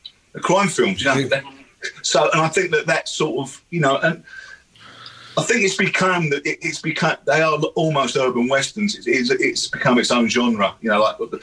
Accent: London, United Kingdom; So where I grew up in London, that wasn't particularly a good sign.

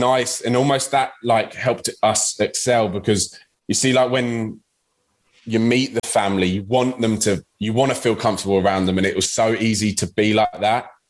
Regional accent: England, United Kingdom; Especially me being English going up to Scotland as well.

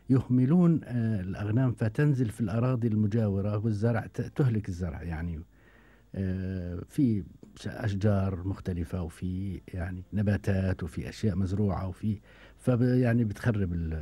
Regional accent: Taffuh, Hebron Governorate, Palestine; تفوح قريتي، الآن أصبحت مدينة كما قلت

